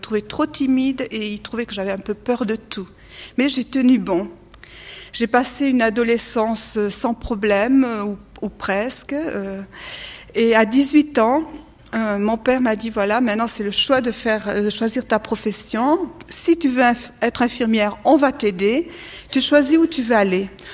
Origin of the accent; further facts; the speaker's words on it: France; Je viens de la France. J'ai été élevée dans une famille très formidable, très unie, avec des parents aimants.